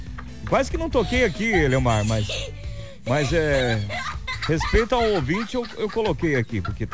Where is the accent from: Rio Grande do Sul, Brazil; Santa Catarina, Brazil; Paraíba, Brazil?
Santa Catarina, Brazil; Mafra; lá no bairro onde eu cresci, numa Mola Flash, em Mafra.